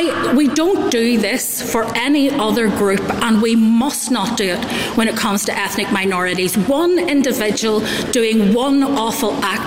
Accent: Northern Ireland, United Kingdom; I grew up at a time in this place where my accent alone would have identified a potential threat in a community

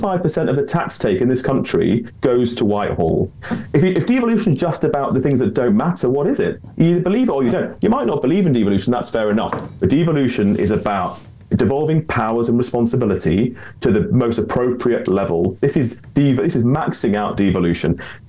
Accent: Newcastle, North East England, United Kingdom; I'm from Newcastle, Darren, as you know. I'm very proud to be from the North East.

